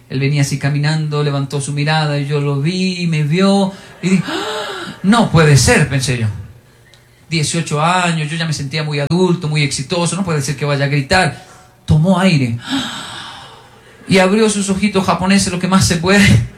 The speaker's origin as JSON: {"language": "Spanish", "country": "Colombia", "said": "Yo debería ser así, que soy latino, colombiano, pero los japoneses no son así."}